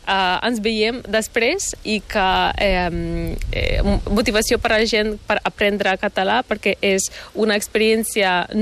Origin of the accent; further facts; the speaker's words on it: Western Ukraine, Ukraine; now in Spain; De part de... no d'oest?